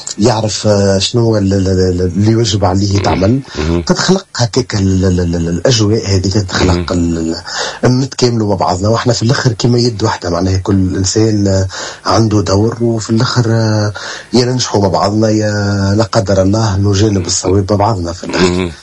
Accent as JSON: {"language": "Arabic", "country": "Tunisia", "said": "انا تونسي حتى النخاع نحب حورة تونس وجو تونس"}